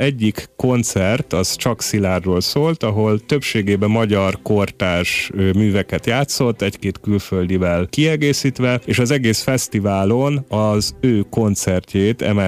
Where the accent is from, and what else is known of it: Hungary